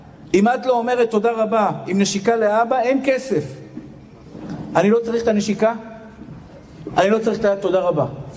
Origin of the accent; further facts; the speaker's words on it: Tel Aviv, Tel Aviv District, Israel; הילד הקטן שנולד בשכונת התקווה. אני תמיד זוכר מאיפה באתי, אני לא אשכח את זה לעולם.